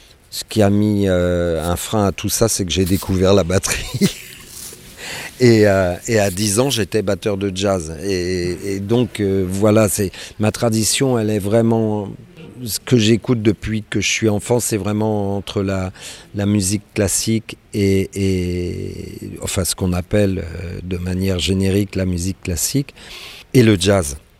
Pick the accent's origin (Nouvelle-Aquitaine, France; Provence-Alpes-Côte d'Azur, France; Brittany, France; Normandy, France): Brittany, France; Rennes; Mais en même temps, j'ai grandi à Rennes.